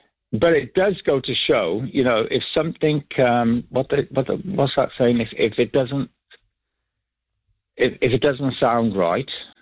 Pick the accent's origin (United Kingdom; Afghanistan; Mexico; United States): United Kingdom; Cardiff, Wales; born there; also born or lived in New Zealand / Australia; The village that, although I was born in Cardiff, I live in a village in Pembrokeshire, and it's beautiful.